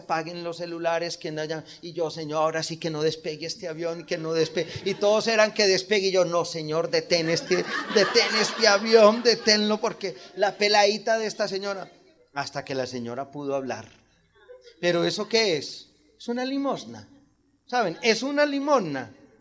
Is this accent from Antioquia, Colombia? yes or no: yes; Antioquia, Colombia; Como los antioqueños todos creemos que todavía vivimos al lado del río y gritamos